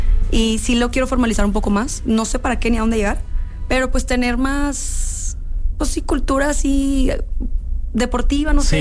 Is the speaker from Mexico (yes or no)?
yes; Monterrey, Nuevo León, Mexico; moved away as an adult; now in Mexico City, Mexico; Es que yo soy de Monterrey.